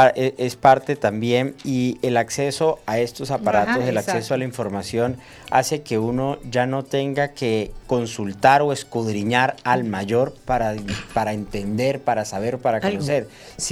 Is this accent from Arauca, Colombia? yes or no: yes; Arauca, Colombia; yo crecí aquí en Arauca, en el Araguaney, que eso es pegado al Chircal. En ese momento ese barrio tenía calles sin pavimentar